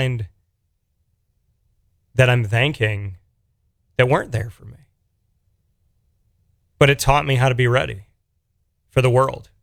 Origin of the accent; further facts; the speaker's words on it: Syracuse, New York, United States; Then after that, I went to my hometown of Syracuse